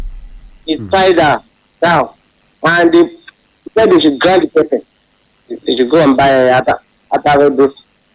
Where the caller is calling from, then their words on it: Abeokuta, Ogun, Nigeria; I'm calling from Abeokuta, the of the state capital.